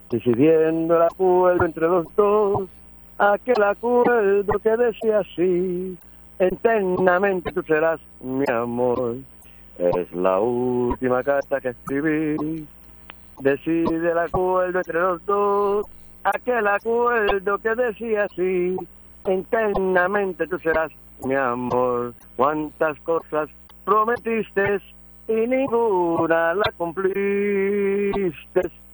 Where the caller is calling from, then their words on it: Cabo Rojo, Puerto Rico; De aquí de Cabo Rojo.